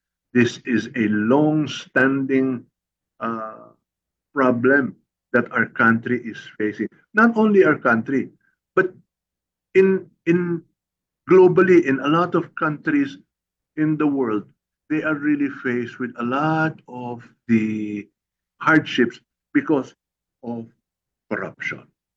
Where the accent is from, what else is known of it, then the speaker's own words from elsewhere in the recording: Cagayan Valley, Philippines; doon po sa amin sa Cagayan, paborito pong daanan ng bagyo yun.